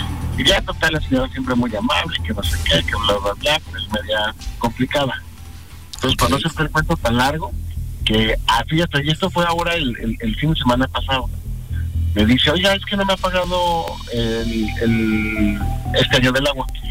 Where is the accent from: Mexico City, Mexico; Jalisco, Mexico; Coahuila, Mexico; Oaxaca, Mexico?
Coahuila, Mexico; Torreón; Sí, de Torreón, mi rey.